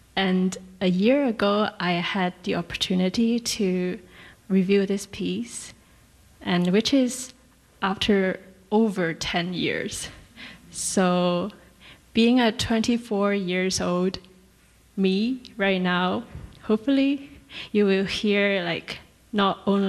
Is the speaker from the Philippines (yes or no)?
no; Hong Kong; I'm from Hong Kong.